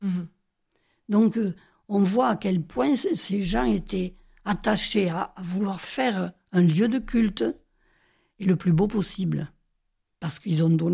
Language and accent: French; Viterbe, Occitanie, France; moved away; je suis née à Viterbe et pendant les 20 premières années, j'allais à la messe